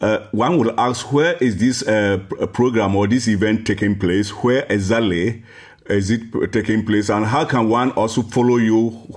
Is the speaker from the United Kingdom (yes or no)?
no; Ghana; I'm also a Ghanaian.